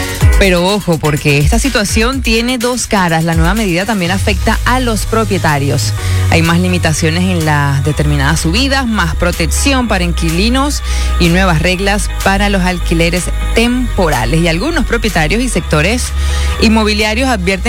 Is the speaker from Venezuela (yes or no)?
yes; Venezuela; now in Spain; Se vivió también en mi país, en Venezuela